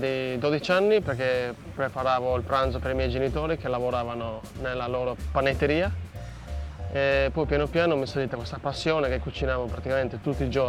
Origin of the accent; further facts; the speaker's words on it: Fonni, Sardinia, Italy; moved away as an adult; now in Maldives; Il mio paese originario si chiama Fonni, che è il più alto della Sardegna, 1000 metri di altitudine